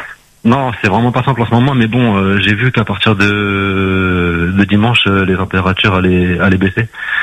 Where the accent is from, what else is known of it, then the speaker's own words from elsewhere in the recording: Île-de-France, France; Ah, moi, je suis né en métropole, en Île-de-France, et j'ai toujours vécu.